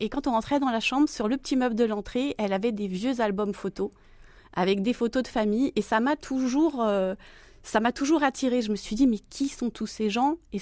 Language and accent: French; Mayenne, Pays de la Loire, France; je suis originaire de la Mayenne